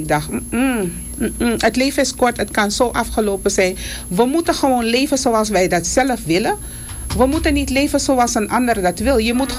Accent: Suriname; born there; En mijn beste leven kan ik alleen leven waar ik geboren ben. In Suriname.

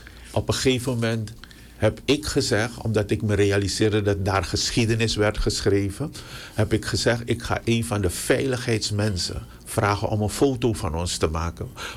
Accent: Paramaribo, Suriname; Tourtonne Noord, geboren getogen Maretretteman. Ik ben een Noorderling. Ik ben geboren aan de Citruslaan nummer 27.

